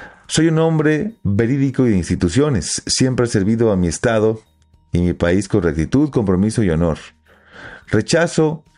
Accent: Sinaloa, Mexico; Estoy en Sinaloa, mi tierra, de la que estoy orgulloso, con las y los míos, gente buena y honesta.

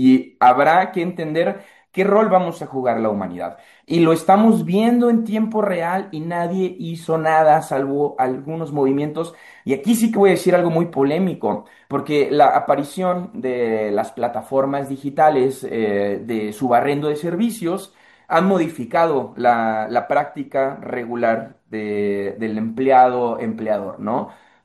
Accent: Mexico; aún siendo mexicanos

